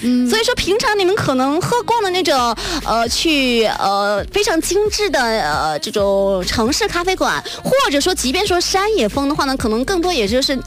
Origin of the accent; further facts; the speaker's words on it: Sichuan, China